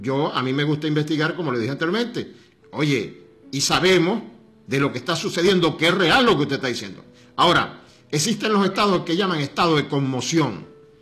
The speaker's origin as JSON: {"language": "Spanish", "country": "Venezuela", "said": "Porque más allá de las pasiones políticas, todos somos venezolanos."}